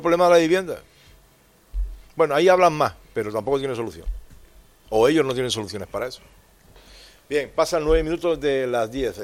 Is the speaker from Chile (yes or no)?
no; Canary Islands, Spain